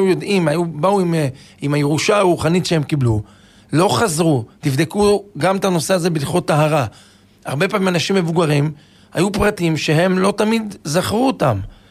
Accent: Netanya, Central District, Israel; אני זוכר אפילו בתור ילד בנתניה, אני זוכר לפני 40 שנה אנשים היו פותחים ספרים

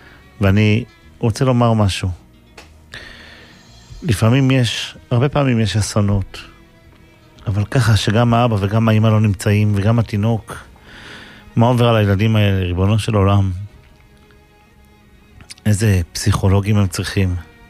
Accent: Safed, Northern District, Israel; born or raised there

